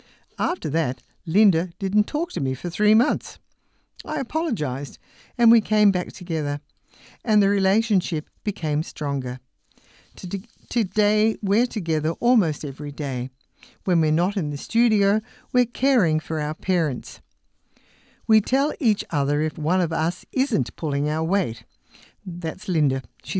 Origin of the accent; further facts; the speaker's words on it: Melbourne, Victoria, Australia; We grew up near the Botanic Gardens in Melbourne and were always climbing the pine trees.